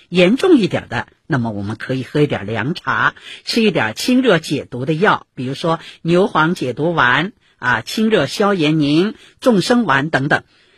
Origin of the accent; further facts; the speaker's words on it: Shanghai, China; 我们上海人常说火气大啊